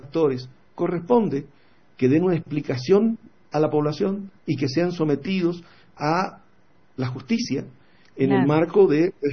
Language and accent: Spanish; Bolivia; lo afrontamos como bolivianos